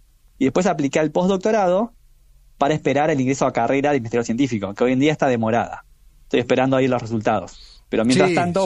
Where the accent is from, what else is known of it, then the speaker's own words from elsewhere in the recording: La Plata, Buenos Aires Province, Argentina; yo estudié en la Universidad de La Plata, porque soy de ahí de La Plata